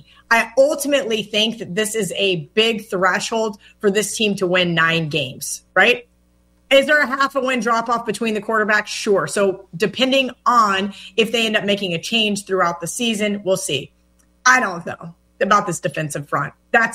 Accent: Kansas, United States; I grew up in Kansas.

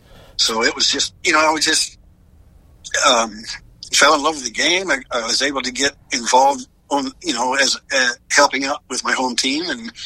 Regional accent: Oklahoma City, Oklahoma, United States; moved away; My hometown's Oklahoma City

